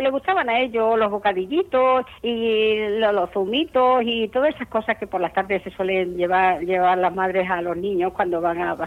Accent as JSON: {"language": "Spanish", "region": "Extremadura", "country": "Spain", "lives_now": "El Puerto de Santa María, Spain", "said": "Yo soy extremeña, pero vivo en Cádiz desde el 61."}